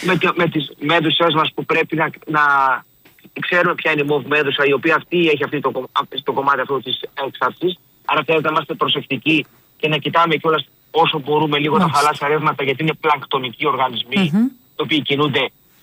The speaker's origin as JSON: {"language": "Greek", "region": "Central Greece", "country": "Greece", "said": "επειδή είμαι από την Εύβοια"}